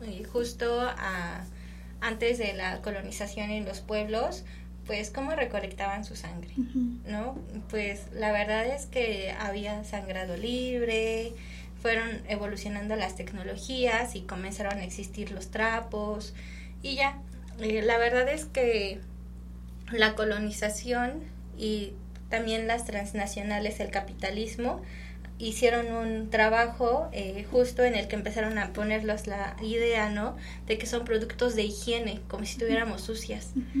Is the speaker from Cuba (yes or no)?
no; Mexico; es parte de nuestra identidad como mexicanos